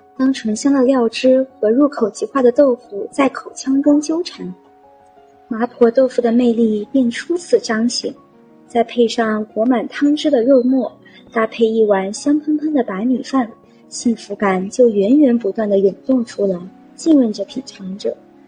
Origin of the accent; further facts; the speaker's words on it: Sichuan, China; now in Zhejiang, China; 主播的家乡就是有名的美食大省四川